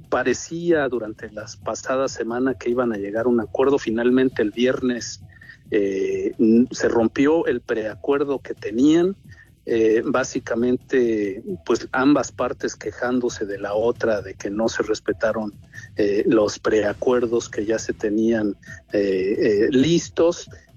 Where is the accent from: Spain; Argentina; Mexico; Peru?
Mexico; nosotros como México, como los mexicanos